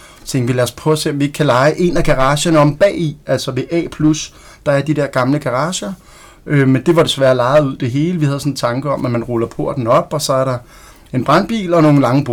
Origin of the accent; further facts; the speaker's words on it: Rødovre, Capital Region of Denmark, Denmark; Og så jeg er jo født og opvokset her på Valhøjs Allé.